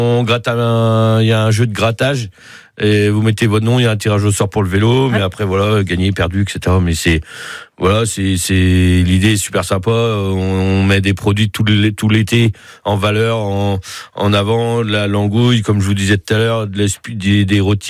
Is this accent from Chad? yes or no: no; Brittany, France; quand on est breton on est chauvin